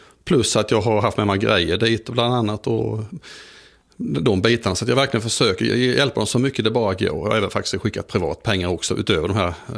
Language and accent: Swedish; Sweden; jag är svensk tydligen